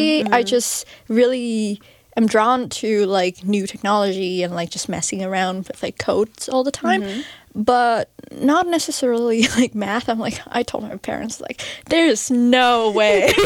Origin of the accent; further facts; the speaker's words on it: Vietnam; because I grew up in Vietnam, and I guess in Asia, like, the way that the society perceive women, pursuing STEM degrees, were not very favorable